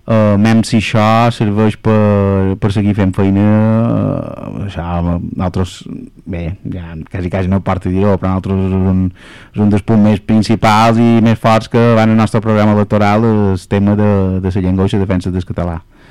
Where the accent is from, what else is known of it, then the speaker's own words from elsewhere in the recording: Mallorca, Balearic Islands, Spain; accent: Mallorcan; venim des català, que som mallorquí, que parlem mallorquí